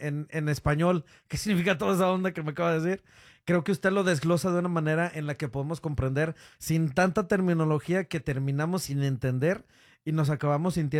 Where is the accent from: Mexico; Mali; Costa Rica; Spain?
Mexico; soy mexicano.